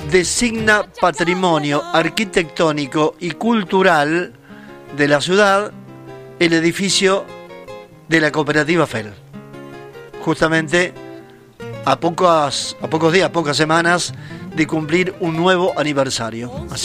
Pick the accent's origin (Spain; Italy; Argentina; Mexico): Argentina